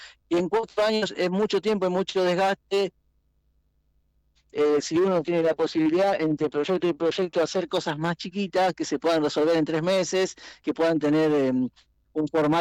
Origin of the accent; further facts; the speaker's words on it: San Justo, Buenos Aires Province, Argentina; Yo soy de San Justo originalmente, todo está filmado allá